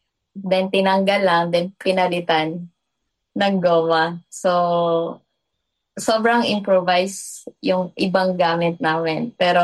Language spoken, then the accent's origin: Tagalog; Catarman, Northern Samar, Philippines; Sa probinsya ko kung saan po talaga ako pinanganak, actually born and raised from Samar, Katarman, Northern Samar.